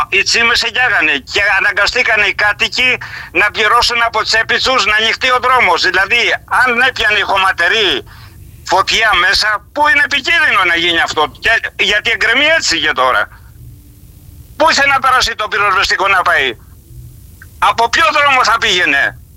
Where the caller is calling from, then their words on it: Greece; Στο χωριό μου, στον οικισμό Φτερίνια